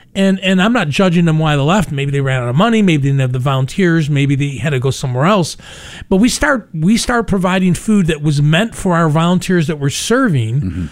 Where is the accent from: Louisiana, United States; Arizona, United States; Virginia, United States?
Louisiana, United States; accent: Louisiana; my Louisiana accent